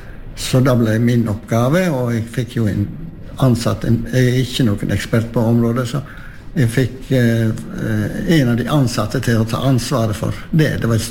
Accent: Hafslo, Vestland, Norway; Jeg, for det første, så er jeg nå født og oppvokst i Hafslo.

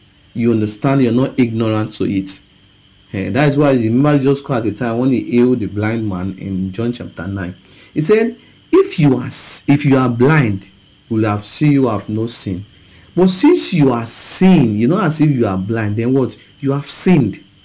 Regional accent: Okada, Edo, Nigeria; Once again … from Okada Town, Edo State, Nigeria, and it's a pleasure to discuss with you.

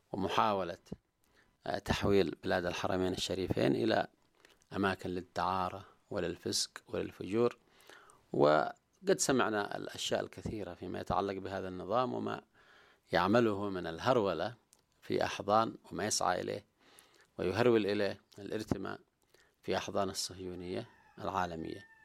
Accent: Yemen; نحن كشعب يمني

